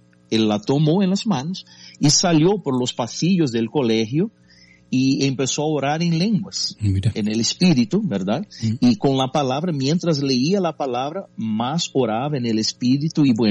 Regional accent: Brazil; first language Portuguese; Spanish is a second language; yo soy brasileño, ¿verdad? Claro. Yo hablo portugués y este es mi país, Brasil.

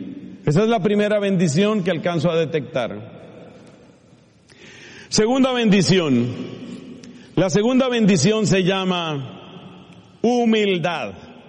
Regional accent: Colombia; now in United States

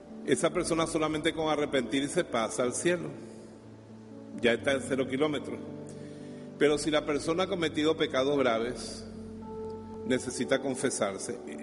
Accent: Valencia, Carabobo, Venezuela; viniendo a mi tierra, a Valencia

